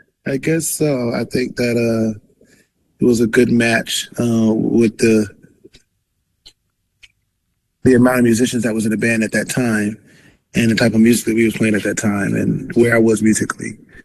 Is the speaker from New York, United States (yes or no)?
yes; Brooklyn, New York, United States; I'm from Brooklyn, so I didn't meet them in college at all.